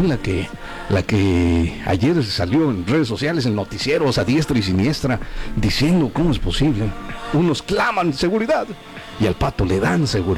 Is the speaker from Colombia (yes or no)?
no; Mexico; somos mexicanos